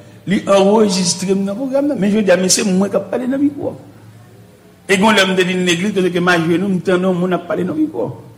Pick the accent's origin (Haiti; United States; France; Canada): Haiti; Parce que nous-mêmes, haïtiens chrétiens, avec des petits groupes haïtiens